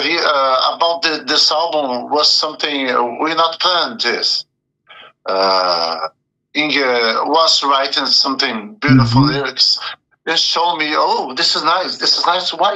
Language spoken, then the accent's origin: English; Brazil; English is a second language; moved away; I was really young, around 10, around 11 years old, I started with a guitar. I'm from Brazil, you know.